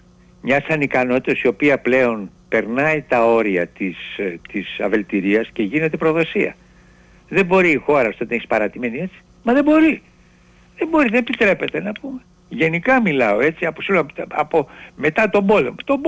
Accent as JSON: {"language": "Greek", "town": "Thebes", "region": "Central Greece", "country": "Greece", "tie": "born or raised there", "said": "ήρθα εδώ στην Ελλάδα, στη Θήβα, στην πατρίδα μου, να κάνω επένδυση"}